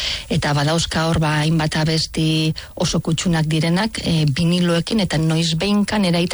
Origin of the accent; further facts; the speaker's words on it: Urretxu, Basque Country, Spain; ni Urretxukoa naiz.